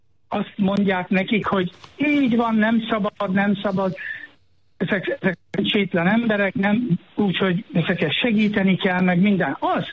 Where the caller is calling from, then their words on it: Germany; ott élek, de ebben a pillanatban Magyarországon